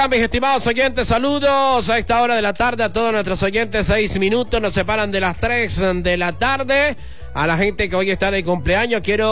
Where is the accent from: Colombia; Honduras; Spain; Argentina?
Colombia; Caribbean coast; moved away; como decimos en la costa norte colombiana